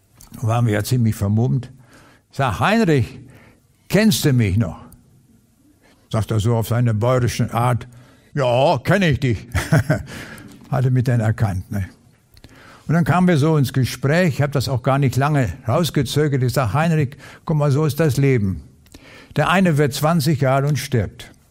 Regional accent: Lüchow, Lower Saxony, Germany; dem Krieg haben wir auf dem Lande gelebt, in Niedersachsen, in der äußersten Ecke von Niedersachsen. Und ich bin dort in Lüchow zur Schule gegangen.

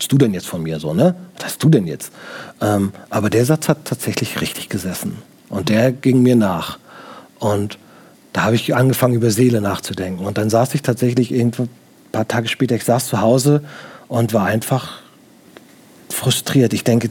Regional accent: Baltic coast, Germany; Ich komme aus der Nähe von der Ostsee.

